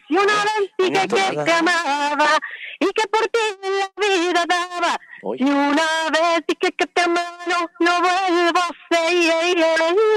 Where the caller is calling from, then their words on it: Mexico City, Mexico; De la Ciudad de México, aquí esto.